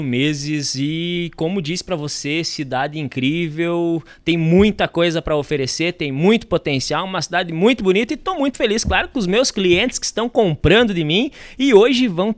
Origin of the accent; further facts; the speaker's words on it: Santa Catarina, Brazil; moved away as an adult; now in Palmeira, Brazil; Por último, eu tava na divisa com o Rio Grande do Sul, mas eu sou catarinense. Me criei em Santa Catarina